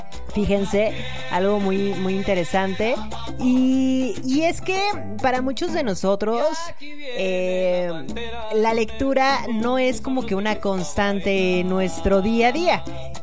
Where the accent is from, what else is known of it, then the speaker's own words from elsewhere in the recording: Mexico; más para nosotros como mexicanos